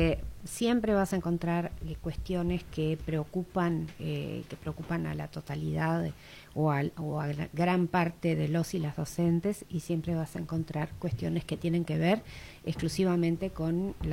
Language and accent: Spanish; Florida, Uruguay; yo soy de Florida, entonces conocemos lo que es el interior